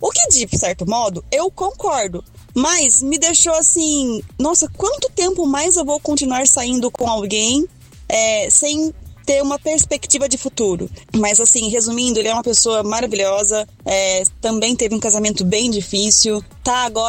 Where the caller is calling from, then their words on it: Piracicaba, São Paulo, Brazil; eu sou daqui do interior de São Paulo, mais precisamente de Piracicaba.